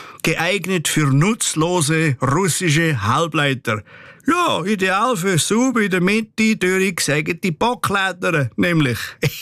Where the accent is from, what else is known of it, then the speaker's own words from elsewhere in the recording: Switzerland; Natürlich, ja, da sind wir Schweizer nämlich weltweit führend.